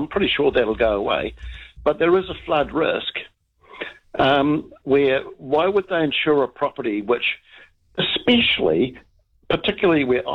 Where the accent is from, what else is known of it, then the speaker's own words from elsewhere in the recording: Christchurch, Canterbury, New Zealand; now in Auckland, New Zealand; I'm originally from Christchurch